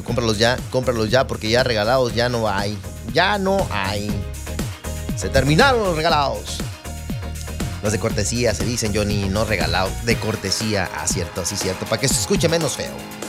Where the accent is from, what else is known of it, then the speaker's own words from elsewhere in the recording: Mexico; Sí, somos mexicanos